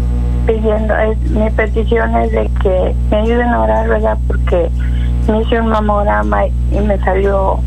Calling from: Elsa, Texas, United States; De aquí, de Elsa, Texas.

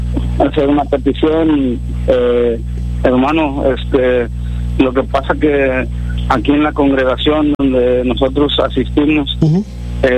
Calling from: Matamoros, Tamaulipas, Mexico; de aquí de Matamoros.

